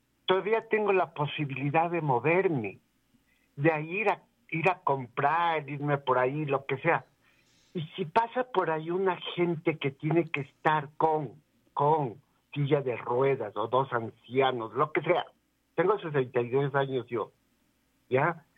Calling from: Quito, Pichincha, Ecuador; yo vivo en Ulloa y Mariana de Jesús

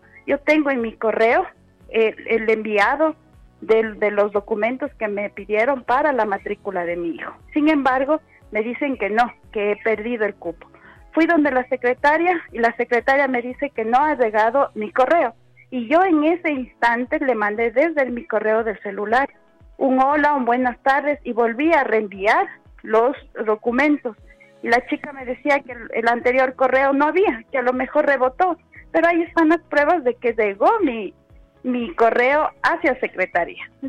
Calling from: Quito, Pichincha, Ecuador; Desde el centro de Quito.

